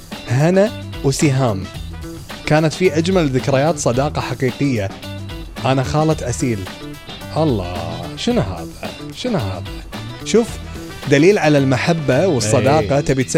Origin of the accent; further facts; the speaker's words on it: Kuwait; مخي بمخي بالكويت